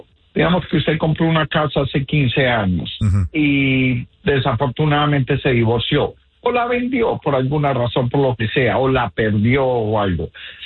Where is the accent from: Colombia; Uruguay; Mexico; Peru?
Colombia; now in United States; soy originalmente de Colombia, Sudamérica.